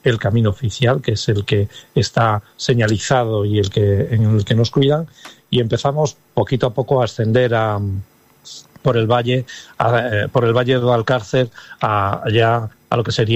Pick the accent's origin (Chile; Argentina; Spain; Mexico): Spain; tenemos como españoles